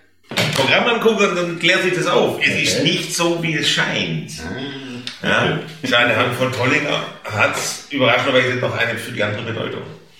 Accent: Stuttgart, Baden-Württemberg, Germany; accent: Swabian; ich komme aus Stuttgart, spreche aber Oxford-Schwäbisch

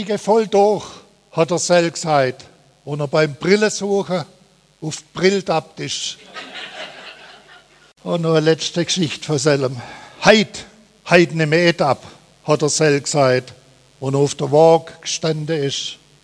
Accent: Sindelfingen, Baden-Württemberg, Germany; born there; Und ich bin ein gebürtiger Sendelfinger. Ich bin also auch ein gebürtiger Käsereiter.

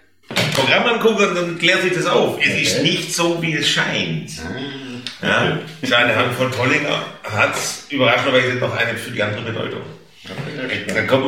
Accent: Stuttgart, Baden-Württemberg, Germany; accent: Swabian

